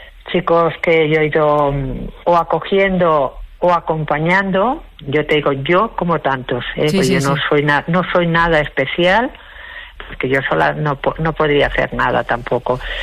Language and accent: Spanish; Badalona, Catalonia, Spain; yo soy de Badalona, pero he estado muchos años viviendo fuera de Badalona